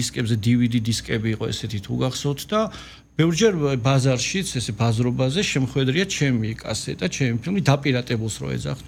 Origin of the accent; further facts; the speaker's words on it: Tbilisi, Georgia; და კარგი ბავშვობა მქონდა. კარგი. ისე როგორც თბილისში იზრდებიან ბიჭები, აი ესე ვიზრდებოდი ქუჩაში, სკოლაში და ასე შემდეგ ოჯახში.